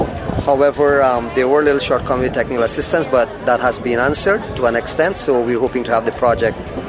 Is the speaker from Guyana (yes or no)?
yes; Paramakatoi, Potaro-Siparuni, Guyana; I'm from Paramakatoi. I'm sub-region 1, Region 8.